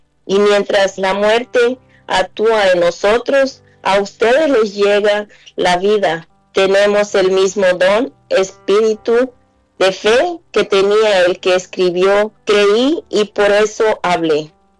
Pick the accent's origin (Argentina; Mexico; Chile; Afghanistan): Mexico; Guerrero; Yo vengo soy de México, de un rancho, soy de México, de Guerrero, soy de una familia muy pequeña, tengo tres hermanos, yo soy la tercera y somos cuatro en la familia.